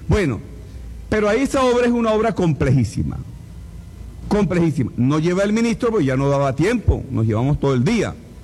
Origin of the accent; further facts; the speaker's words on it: Táchira, Venezuela; eso son parte de nuestro dialecto aquí, de los pingos de aquí de Táchira, pues.